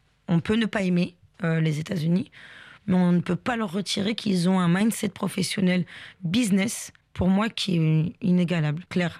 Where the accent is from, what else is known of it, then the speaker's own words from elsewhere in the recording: Paris, Île-de-France, France; moved away as an adult; also born or lived in Marseille; Et j'ai dit, bah, je viens de Paris.